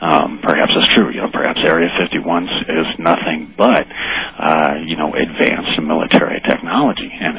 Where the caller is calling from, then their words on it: Boulder, Colorado, United States; I'm calling from Boulder, actually.